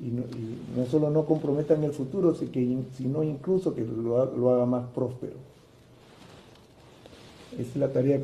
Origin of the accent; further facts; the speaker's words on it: Lima, Peru; born there; yo soy peruano de nacimiento, nací en la Victoria. Claro, tengo padre chino, padre de descendencia china y madre también de descendientes de chinos, porque mi padre sí vino de la China.